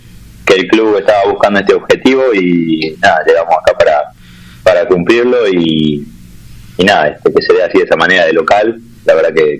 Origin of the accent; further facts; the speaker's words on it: Tucumán, Argentina; la verdad que está bueno que seamos todos de ahí de Tucumán y que estemos representando a la provincia de la mejor manera.